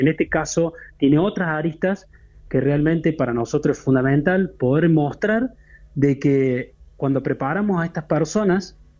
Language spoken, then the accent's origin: Spanish; Jesús María, Córdoba, Argentina; yo soy de Jesús María también, de toda la vida